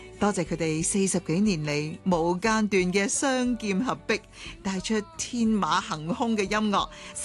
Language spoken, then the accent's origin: Cantonese; Hong Kong; 这些都是对于我们香港人的贡献来的。